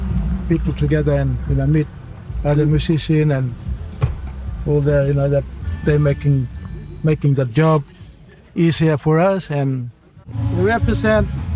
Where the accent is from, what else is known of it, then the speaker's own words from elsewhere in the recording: Northern Territory, Australia; We are the … we come from Northeast Arnhem Land.